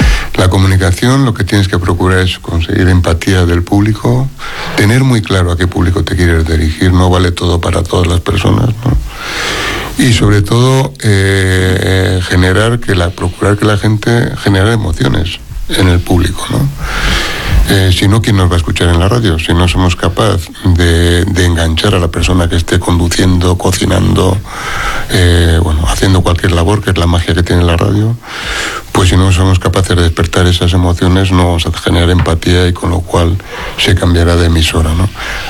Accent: Barakaldo, Basque Country, Spain; en mi pueblo, que soy de Baracaldo

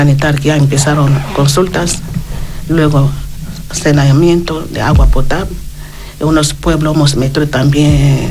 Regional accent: DR Congo; Spanish is a second language; now in Spain; el tema de violencia de género, que es mucho en mi país.

